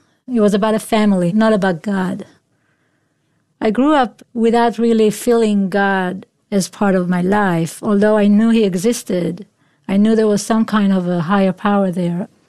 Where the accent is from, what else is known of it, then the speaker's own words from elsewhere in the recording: Israel; moved away as an adult; I was born in Israel. Lived there pretty much all my life until I was 23. My family was not religious. We were secular, although we did celebrate the Jewish holidays traditionally, like most people in Israel do.